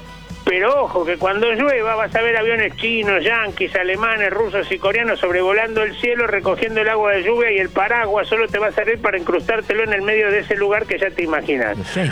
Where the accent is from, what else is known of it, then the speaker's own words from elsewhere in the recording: Argentina; somos argentinos, hinchamos por Argentina